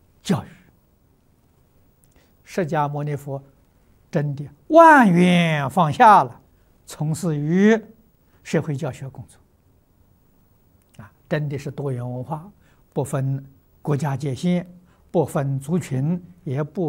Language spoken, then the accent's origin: Chinese; China